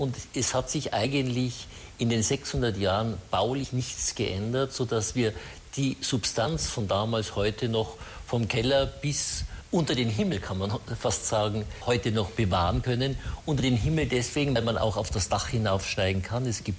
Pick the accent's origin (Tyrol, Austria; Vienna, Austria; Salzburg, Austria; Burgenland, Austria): Salzburg, Austria; born there; Es ist wunderbar, in Salzburg zu sein, als gebürtiger Salzburger